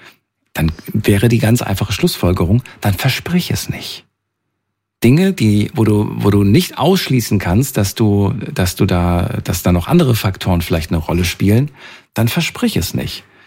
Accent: North Rhine-Westphalia, Germany; komme aber auch aus NRW.

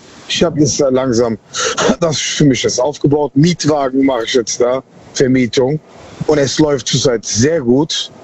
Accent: Cologne, North Rhine-Westphalia, Germany; Ja, aus Köln.

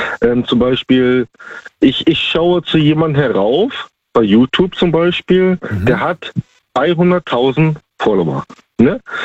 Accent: Germany

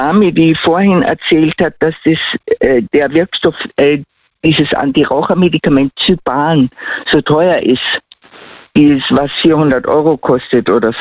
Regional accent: Tyrol, Austria; accent: Tyrolean

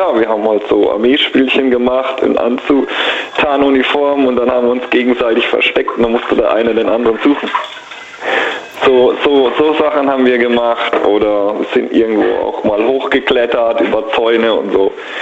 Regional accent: Heidelberg, Baden-Württemberg, Germany; Ich komme aus dem Heidelberger Raum.

